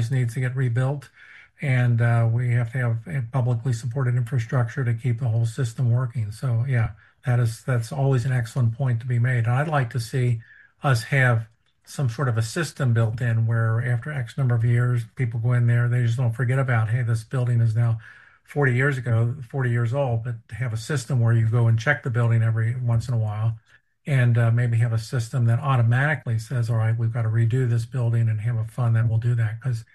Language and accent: English; Ohio, United States; now in North Carolina, United States; When I grew up in Ohio, never knew about North Carolina, had no clue.